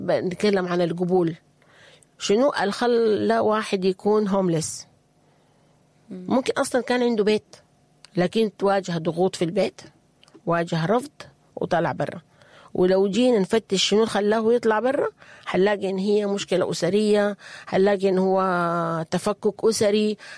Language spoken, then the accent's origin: Arabic; Sudan; إحنا كسودانيين